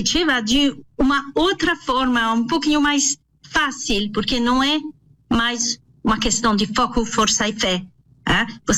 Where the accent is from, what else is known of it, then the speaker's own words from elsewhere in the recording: France; now in Brazil; porque eu sou francesa, naturalizada no Brasil, agora sou brasileira